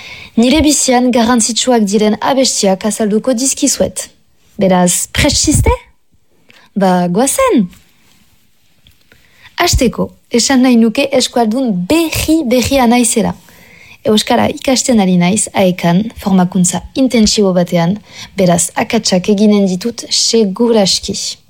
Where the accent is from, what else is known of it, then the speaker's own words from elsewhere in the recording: Ustaritz, Nouvelle-Aquitaine, France; Basque is a second language; ipare Euskal Herriko artista. Uztaritzekoa naiz, eta 28 urte ditut.